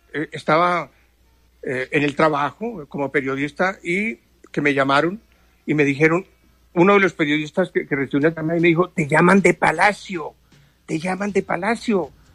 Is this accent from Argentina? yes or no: no; Colombia; Y le dije, excúseme, soy colombiano, soy periodista, le di mi nombre.